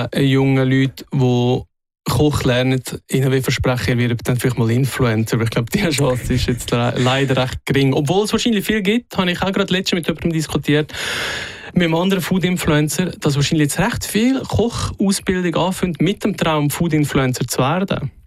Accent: Glarus, Switzerland; Ländlich aufgewachsen im Glarnerland.

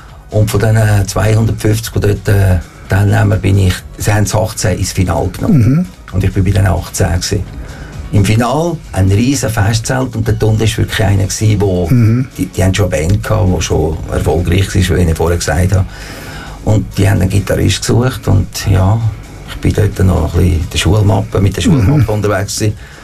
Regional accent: Italy; now in Switzerland; Ich bin Italiener und beide sind irgendwann vor ein paar Jahren viele Jahre in die Schweiz kommen.

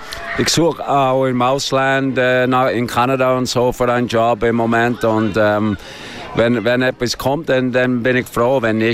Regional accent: Steinhausen, Zug, Switzerland; Ich bin ein alter Steinhauser. Komme immer wieder gerne zurück zu meiner Heimat.

